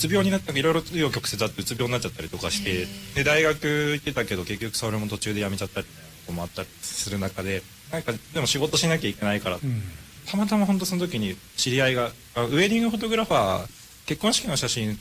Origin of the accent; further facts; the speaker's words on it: Tokyo, Japan; 東京出身なんですけど